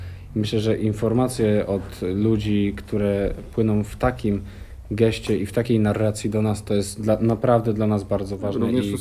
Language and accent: Polish; Kalisz, Greater Poland Voivodeship, Poland; też jestem z Kalisza